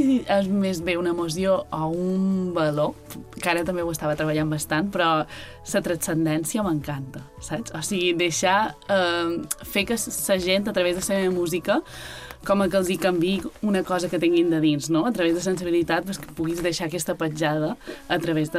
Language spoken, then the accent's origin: Catalan; Petra, Balearic Islands, Spain; sóc una cantautora de Petro